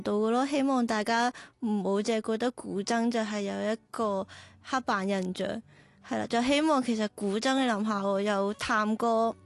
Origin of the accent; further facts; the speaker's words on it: Macau; 始终我是澳门人啦，咁即系我都系呢个大湾区长大